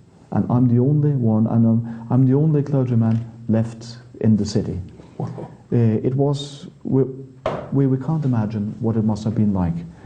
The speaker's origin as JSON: {"language": "English", "country": "Norway", "first_language": "Norwegian", "second_language": "English", "said": "And I then do it in my native language, Norwegian."}